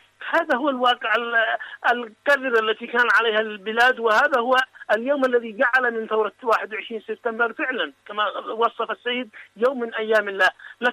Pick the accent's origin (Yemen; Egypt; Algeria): Yemen